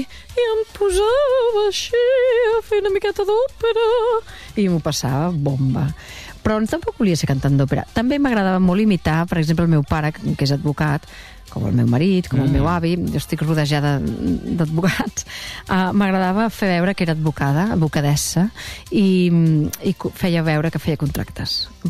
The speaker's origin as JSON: {"language": "Catalan", "town": "Barcelona", "region": "Catalonia", "country": "Spain", "said": "jo no soc del Passeig Bona Nova, soc de Major"}